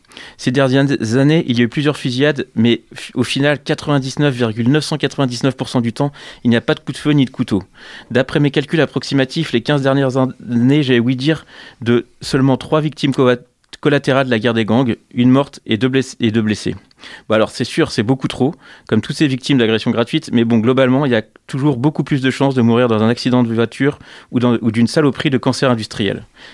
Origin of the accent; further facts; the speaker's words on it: Grenoble, Auvergne-Rhône-Alpes, France; je venais de Grenoble